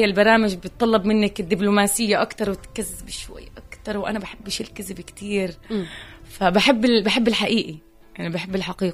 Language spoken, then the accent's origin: Arabic; Palestine; كل فخر أنه أنا فلسطيني، يعني نيال الفلسطيني،